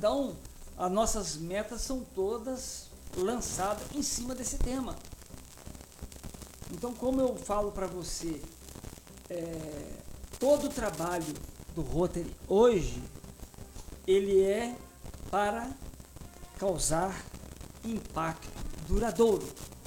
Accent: Bom Jesus do Itabapuana, Rio de Janeiro, Brazil; Eu sou de Bom Jesus do Itabapuana

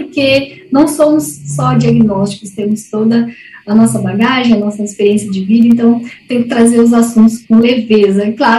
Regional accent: São Paulo, Brazil; moved away as an adult; now in Santa Catarina, Brazil; eu sou paulista, mas moro há 12 anos em Santa Catarina. Eu tenho 32 anos.

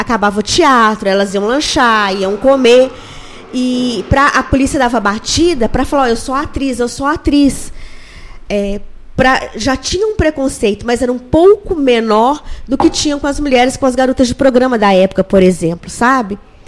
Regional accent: Brazil; que somos brasileiros

